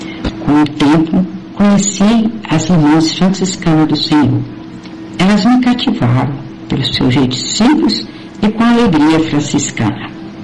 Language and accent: Portuguese; Bahia, Brazil; moved away as an adult; now in Cochabamba, Bolivia; sou natural da Bahia. Hoje eu vivo em Cochabamba, Bolívia. Sou de uma família muito religiosa, praticante.